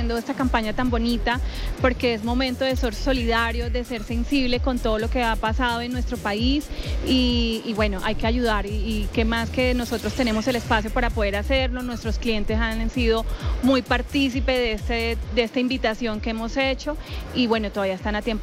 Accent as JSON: {"language": "Spanish", "country": "Colombia", "said": "nos caracteriza a nosotros como los colombianos"}